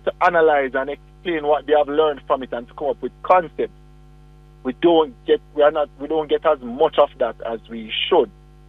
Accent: Spanish Town, Saint Catherine, Jamaica; also born or lived in Kingston; I was born in Kingston, but I grew up in Spanish Town.

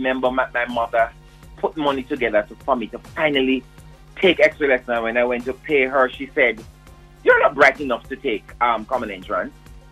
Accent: Spanish Town, Saint Catherine, Jamaica; also born or lived in Kingston, Jamaica; I was born in Kingston, as you said. But when I was very young, I think about 3 years old, my mother moved to Spanish Town, 31 Corlett Road in Spanish Town.

